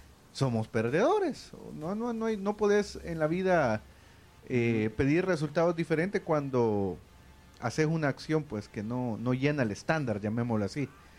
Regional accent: El Salvador; Pero como los salvadoreños no decimos de una vez, sino que decimos de un solo, pues de ahí salió la marca.

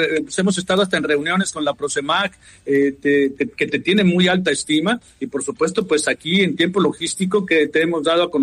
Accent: Mexico; De hecho, hasta difícil conseguir la cita como mexicano en el extranjero.

